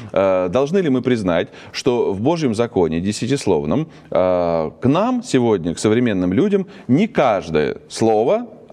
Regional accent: Russia; born there; Мы родились в России, Бог даст в России и помрем.

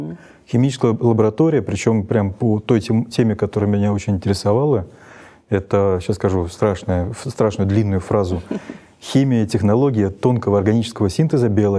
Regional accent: Moscow, Russia; родился я в Москве, почти в самом центре, недалеко от Лужников.

